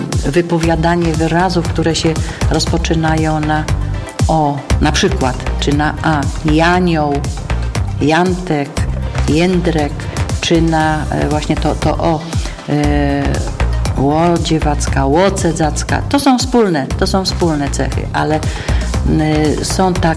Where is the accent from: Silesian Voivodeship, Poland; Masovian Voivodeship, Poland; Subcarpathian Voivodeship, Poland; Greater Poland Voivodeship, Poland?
Silesian Voivodeship, Poland; Soła Valley; bo ja jestem z Doliny Soły, ona była bardziej ze wschodu. Takie właśnie mówienie na, tak się mówi, że tu w rejonie Koszaraby wszystko mówią na o, robio, bydo. U nas się mówi w Dolinie Soły bydę